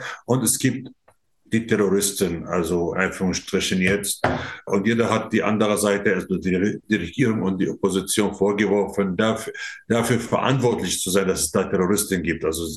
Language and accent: German; Syria; moved away; Ich komme aus Syrien ursprünglich, bin seit 35 Jahren hier.